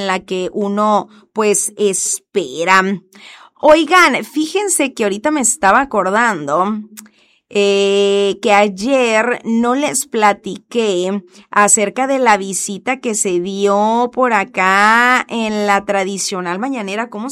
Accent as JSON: {"language": "Spanish", "town": "Ciudad Obregón", "region": "Sonora", "country": "Mexico", "tie": "born or raised there", "said": "yo crecí por acá en Foviste 3, entonces yo estoy impuesta a vivir en edificio, pues, que aquí en Cajeme"}